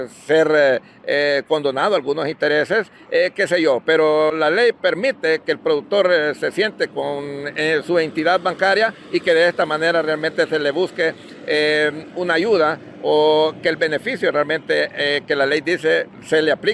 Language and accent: Spanish; Honduras; aquí todos somos hondureños